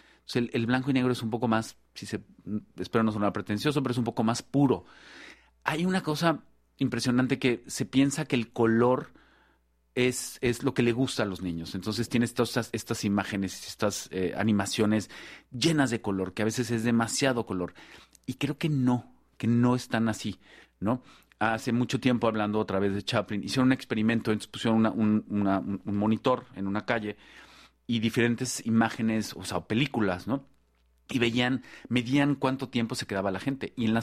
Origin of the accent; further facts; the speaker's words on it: Mexico; Yo realmente crecí viendo telenovelas en México y después tuve esta atracción por el cine